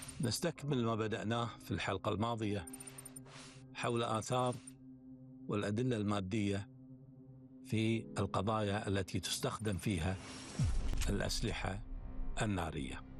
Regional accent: Kuwait; وإحنا نسميها عندنا بالكويت نسمي شوزن ونسمي نص شوزن وربع شوزن.

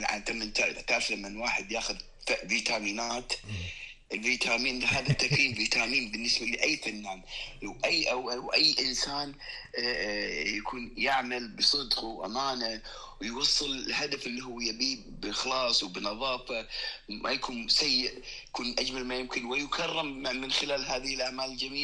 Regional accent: Bahrain; أنا والله من البحرين، عندي مسرحية اجتماعية بحرينية، إنتاج بحريني، يعني إنتاج خاص في البحرين

